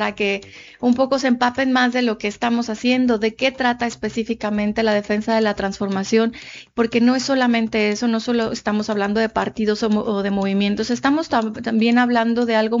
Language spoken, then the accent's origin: Spanish; Mexico; Nuestra independencia y nuestra soberanía es algo que tenemos muy valioso como mexicanos.